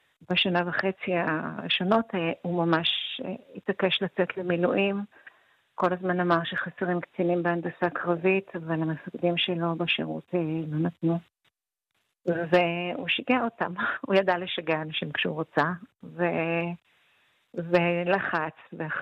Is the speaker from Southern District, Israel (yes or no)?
no; Bnei Brak, Tel Aviv District, Israel; אתה יודע, אני גדלתי בבני ברק, יש לי את התחושה שאיכשהו הם יצליחו להשתחל לתוך המעמד של לומדי תורה.